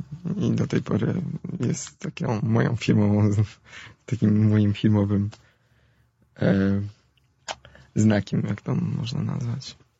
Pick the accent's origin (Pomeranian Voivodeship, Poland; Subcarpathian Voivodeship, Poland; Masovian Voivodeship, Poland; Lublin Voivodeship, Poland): Masovian Voivodeship, Poland; Warsaw; born there; also born or lived in a village (unnamed); ja byłem będąc małolatem, wychowywałem się na wsi, a tutaj się sprowadziłem 27 lat temu.